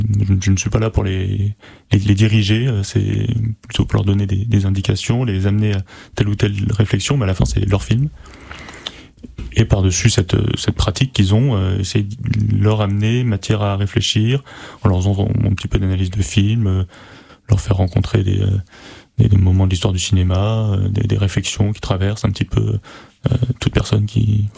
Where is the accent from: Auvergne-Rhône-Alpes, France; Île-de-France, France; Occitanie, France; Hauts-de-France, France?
Île-de-France, France; Paris; parce que je viens de Paris à la base.